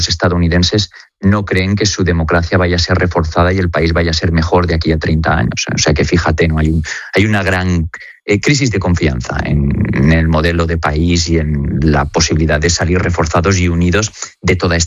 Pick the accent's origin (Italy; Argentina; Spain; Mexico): Spain; now in United States; Yo, como periodista español y corresponsal en la Casa Blanca